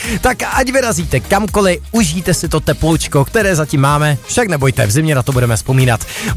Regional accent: Nový Jičín, Moravian-Silesian Region, Czechia; born there; No a má poslední pozvánka míří do mého rodného města Nového Jičína.

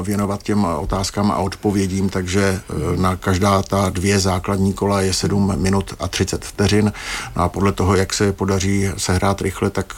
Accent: Brno, South Moravian Region, Czechia; jsem z Brna.

